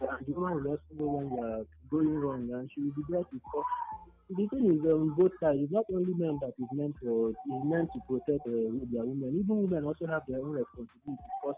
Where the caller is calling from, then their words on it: Enugu, Enugu State, Nigeria; I'm calling from Enugu.